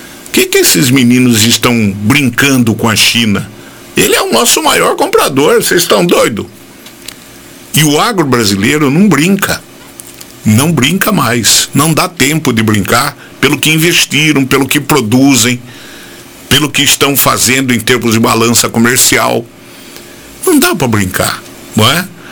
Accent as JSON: {"language": "Portuguese", "country": "Brazil", "said": "Nós somos brasileiros e é aqui que é o nosso lugar."}